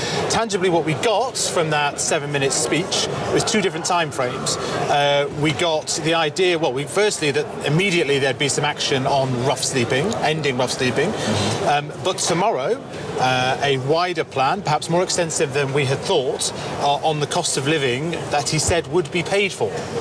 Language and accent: English; North West England, United Kingdom; you're from Yorkshire, I'm from Lancashire